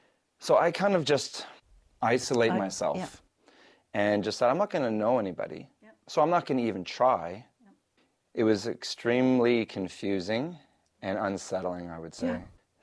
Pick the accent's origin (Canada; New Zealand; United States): Canada; Winnipeg, Manitoba; I was born in Winnipeg, Manitoba.